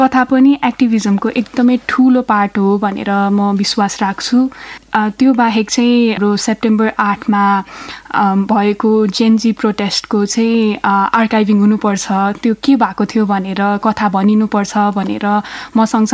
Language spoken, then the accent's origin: Nepali; Kathmandu, Bagmati, Nepal; also born or lived in Ramechhap; नागरिकताले चाहिँ म रामेसापबाट भने पनि थाहा भएदेखि म काठमाडौँमै बसोबास गर्दै आएको छु।